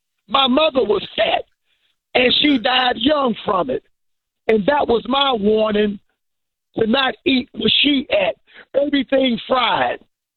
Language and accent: English; Washington, District of Columbia, United States; I'm calling you from Capitol Hill, Washington, D.C. Okay. All right. Where I was born, where I worked for the federal government, and I was born and raised.